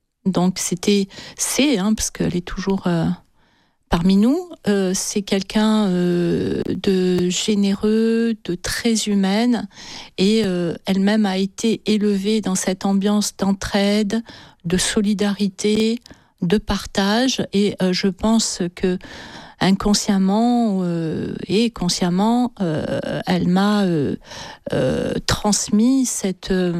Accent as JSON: {"language": "French", "town": "Nice", "region": "Provence-Alpes-Côte d'Azur", "country": "France", "tie": "born or raised there", "said": "je suis née à Nice en 1972 et j'ai fait ma scolarité dans un quartier de Nice, la Bornala, puis ensuite au collège Jean Rostand à Nice, la Madeleine."}